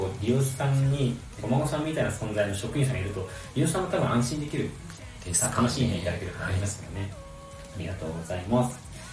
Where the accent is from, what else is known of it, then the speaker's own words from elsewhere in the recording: Rifu, Miyagi, Japan; 私の地元です。